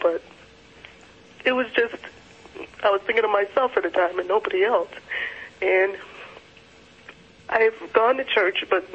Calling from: Chicago, Illinois, United States; I'm calling from Chicago.

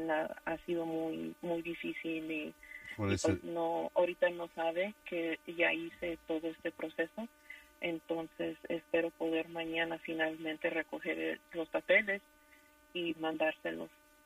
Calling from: California, United States; hablo de California.

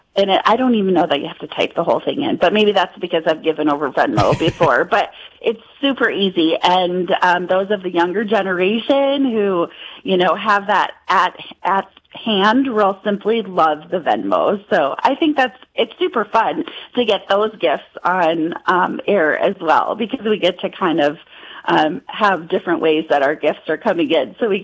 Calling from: Rapid City, South Dakota, United States; I am in Rapid City. I'm the listener relationship coordinator out here in Rapid City, kind of western South Dakota, and Gillette, Wyoming.

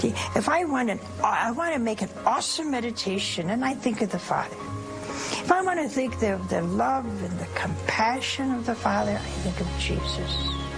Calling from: Montclair, New Jersey, United States; I'm calling from Montclair, New Jersey.

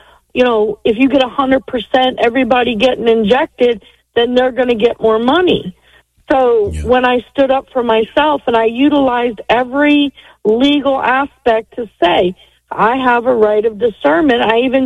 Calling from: Delaware, United States; Yes, the state of Delaware. I'm actually over near Ocean City, Maryland.

